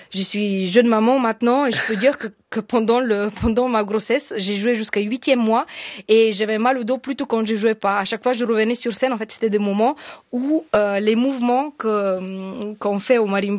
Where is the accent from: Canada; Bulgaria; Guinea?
Bulgaria; French is a second language; moved away as an adult; now in France; j'ai grandi en Bulgarie, dans une famille de musiciens